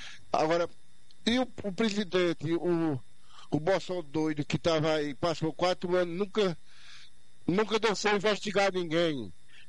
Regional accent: Pernambuco, Brazil; é porque eu sou pernambucano

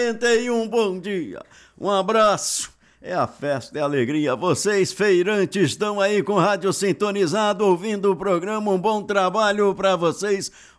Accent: Brazil; Aí, moçada da Vila Vargas, minha terra natal.

